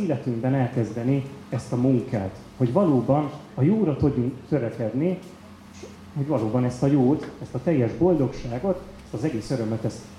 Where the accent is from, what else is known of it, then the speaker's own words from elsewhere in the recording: Miskolc, Borsod-Abaúj-Zemplén, Hungary; Én jezsuitáknál nevelkedtem jó sok éven keresztül, tehát én Miskolcon jezsuitáknál végeztem